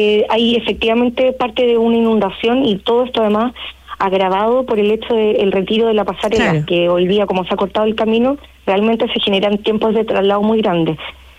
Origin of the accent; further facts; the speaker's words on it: Chile; nosotros somos chilenos, tenemos nuestro ADN, ¿cierto?